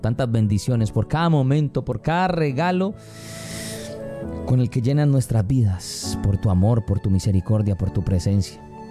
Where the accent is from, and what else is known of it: Colombia